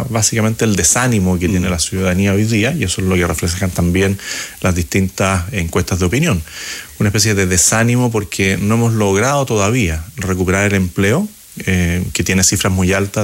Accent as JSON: {"language": "Spanish", "town": "Providencia", "region": "Santiago Metropolitan", "country": "Chile", "tie": "born or raised there", "said": "tenía la suerte de vivir aquí muy cerca, porque de pequeño vivía en Suecia con Pocuro."}